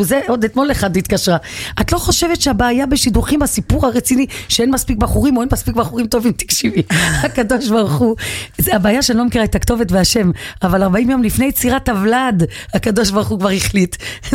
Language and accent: Hebrew; Jerusalem, Jerusalem District, Israel; אני והצפון, מה, מה, אני מירושלים